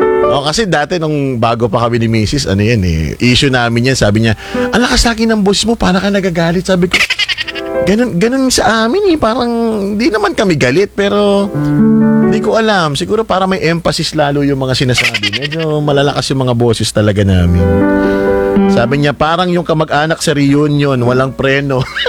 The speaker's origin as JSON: {"language": "Tagalog", "area": "Quezon", "region": "Calabarzon", "country": "Philippines", "accent": "Quezon punto", "said": "nagre-reunion tayo na parang parehong taga Quezon eh. Ang punto, labas na labas yung punto ko ngayon eh."}